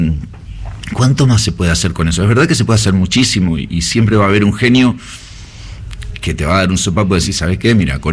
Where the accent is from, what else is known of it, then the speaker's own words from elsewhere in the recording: Grand Bourg, Buenos Aires Province, Argentina; De Granbur. Y en Granbur había muchas colonias. Y una colonia importante era santiagueña.